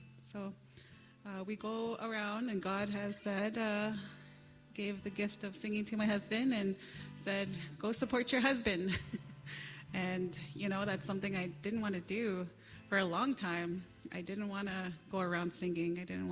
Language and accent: English; Winnipeg, Manitoba, Canada; also born or lived in Island Lake, Manitoba; We're originally from Island Lake, which is northeast Manitoba. Very isolated community we come from. And I grew up in Winnipeg, though.